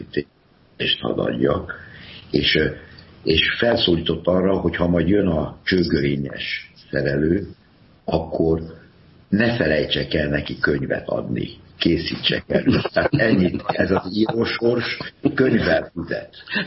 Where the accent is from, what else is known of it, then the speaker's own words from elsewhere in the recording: Budapest, Hungary; moved away; also born or lived in Debrecen / Balaton (Ábrahámhegy); Budapesti vagyok, származásom szerint, de Debrecenben nősültem. Tehát Debrecenben is van egy lakótelepi lakásunk, a párommal és a gyerekekkel